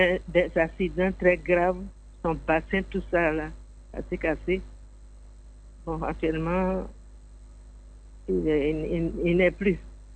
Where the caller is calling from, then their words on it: Côte d’Ivoire; Sur la route de Bassam, là, Meko, un nouveau quartier.